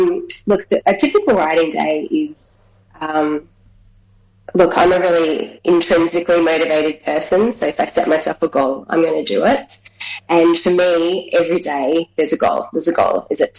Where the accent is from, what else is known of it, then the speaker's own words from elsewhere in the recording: Melbourne, Victoria, Australia; So I was born here in Melbourne. My parents were born in northeastern Victoria in a rural country town called Myrtleford to Italian migrant parents. So I'm technically second generation Australian.